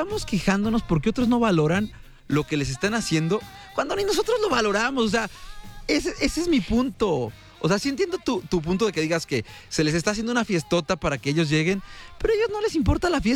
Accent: Mexico; nosotros como mexicanos

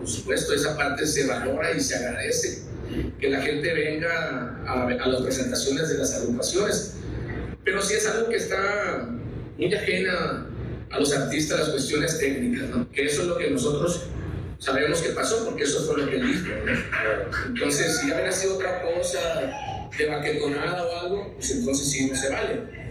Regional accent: Mexico; hay que sentirnos como mexicanos orgullosos

